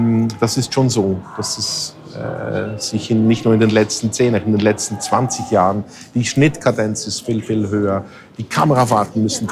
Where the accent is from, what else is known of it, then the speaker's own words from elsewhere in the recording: Switzerland; Ja, ich komme ja aus der Schweiz und ich kenne natürlich die Situation in den Bergen.